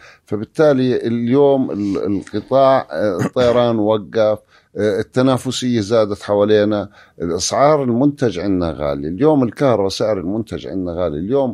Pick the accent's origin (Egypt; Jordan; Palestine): Jordan; احنا كأردنيين